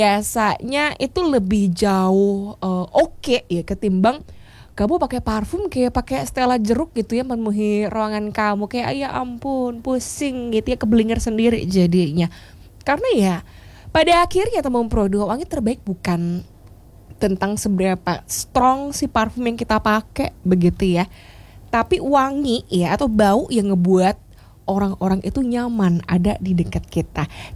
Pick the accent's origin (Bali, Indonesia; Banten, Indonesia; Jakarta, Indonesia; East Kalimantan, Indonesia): Bali, Indonesia; Kalau kita orang Bali ngomongnya jaman kebres